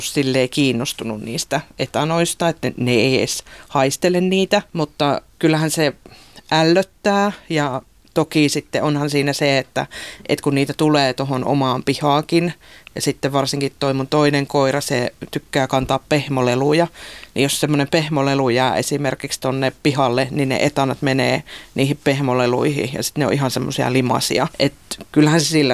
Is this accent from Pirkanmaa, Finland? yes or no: no; Mikkeli, South Savo, Finland; moved away; Mä oon kuitenkin syntyperäinen otavalainen, ollut välillä muualla, ja sitten kun palasin tänne, mutta kun mä oon aiemmin asunut tuolla toisella puolella Otavaa